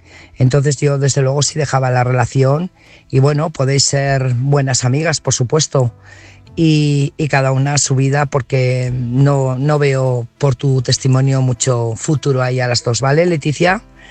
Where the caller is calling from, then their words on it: Burgos, Castile and León, Spain; corresponsal de Burgos